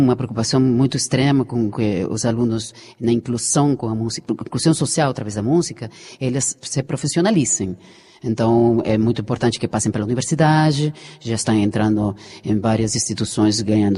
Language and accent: Portuguese; Germany; gente não sentir que estamos tocando, que somos alemães tocando samba.